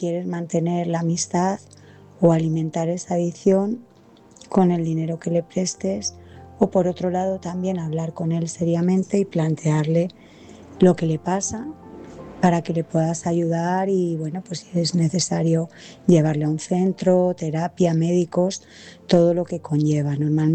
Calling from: Madrid, Community of Madrid, Spain; llamo desde Madrid.

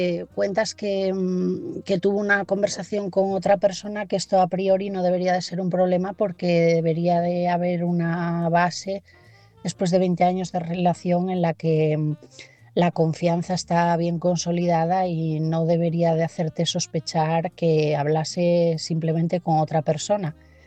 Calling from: Asturias, Spain; de Asturias y mi mensaje esta noche es para Loli.

